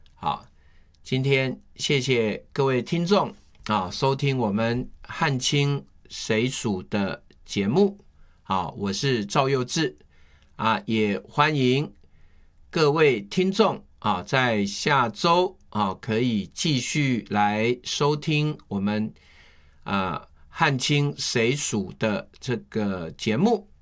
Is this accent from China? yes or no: no; Taiwan; 我们台湾人应该要有这个宽大的这个胸襟啊